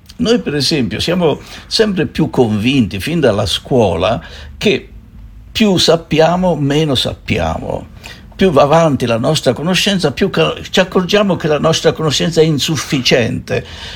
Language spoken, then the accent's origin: Italian; Marche, Italy; born there; questa lingua, avendo un'origine nativa, un'origine della mia terra dove sono nato, quindi delle Marche, è una lingua che conserva quell'accento, conserva quella cadenza dialettale.